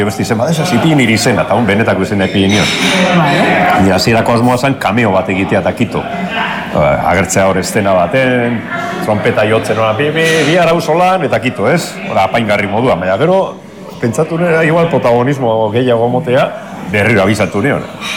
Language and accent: Basque; Basauri, Basque Country, Spain; also born or lived in Vitoria-Gasteiz; now in Arbizu, Spain; Eta nik Basauriko nara, Bizkaitarran, jaio nintzen, bizizan nintzen, Gasteizera alde ginen arte.